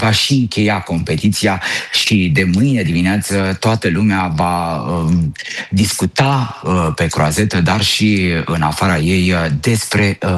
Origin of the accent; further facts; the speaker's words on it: Romania; faptul că suntem români